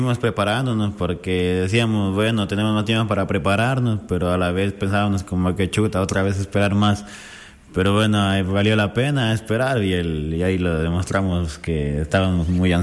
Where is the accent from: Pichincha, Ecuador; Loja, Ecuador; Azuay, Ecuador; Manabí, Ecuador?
Loja, Ecuador; No, yo soy de aquí de Loja.